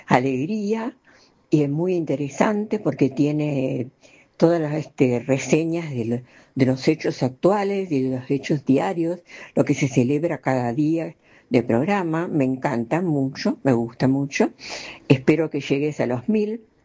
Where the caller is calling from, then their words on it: Martínez, Buenos Aires Province, Argentina; de Martínez.